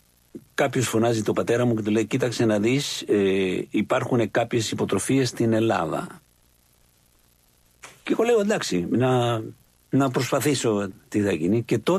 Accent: Chile; Greek is a second language; moved away as an adult; now in Greece; Έφυγα από το Χιλή λόγω πολιτικών καταστάσεων.

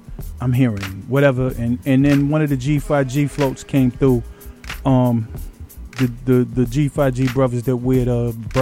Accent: Harlem, New York, United States; But since I'm on it with him, I'm from Harlem.

